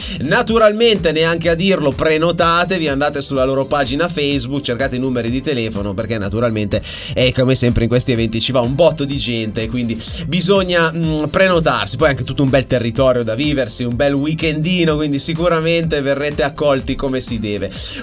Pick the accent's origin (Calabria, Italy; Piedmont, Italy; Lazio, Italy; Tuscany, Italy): Piedmont, Italy; Dalle mie parti si chiama le miacce, si chiamano, della Valsesia.